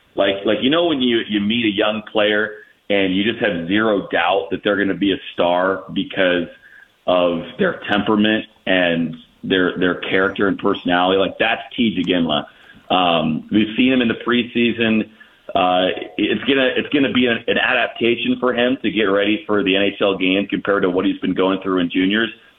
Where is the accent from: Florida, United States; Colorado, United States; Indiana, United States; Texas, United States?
Indiana, United States; So I like veered off the road and went to be a Cardinals fan growing up in Indiana.